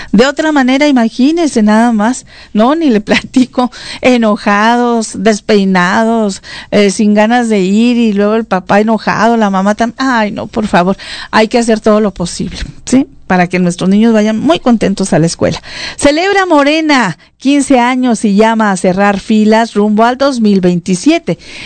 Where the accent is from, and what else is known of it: Mexico